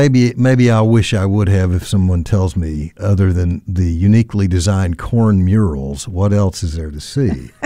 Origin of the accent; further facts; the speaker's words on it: North Carolina, United States; I was born in 1957 when smoking was a lot more, you know, bigger deal than it. And I'm from North Carolina, too.